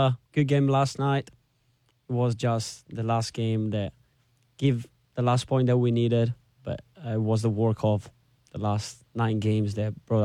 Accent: Florence, Tuscany, Italy; moved away as an adult; now in Little Rock, United States; I'm born and raised in Florence, Italy.

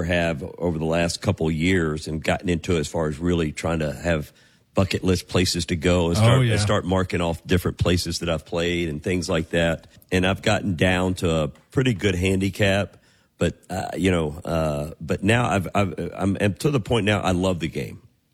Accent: Madisonville, Kentucky, United States; It was back in my hometown where I grew up, Madisonville, Kentucky, Madisonville Country Club.

